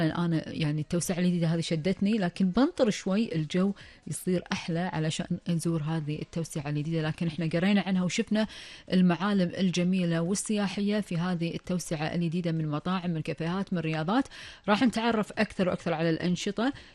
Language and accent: Arabic; Kuwait; إحنا الكويتين